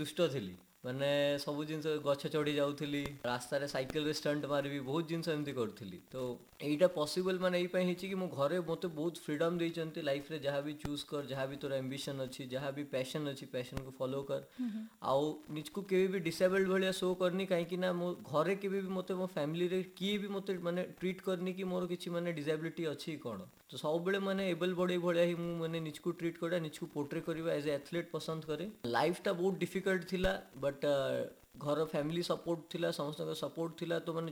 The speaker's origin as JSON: {"language": "Odia", "town": "Bhawanipatna", "region": "Odisha", "country": "India", "tie": "born or raised there", "said": "ମୋ ଗାଁ ହେଉଛି ବ୍ରାହ୍ମଣଛିଣ୍ଡିଆ, ଭବାନୀପାଟଣାରେ ବଢ଼ିଛି"}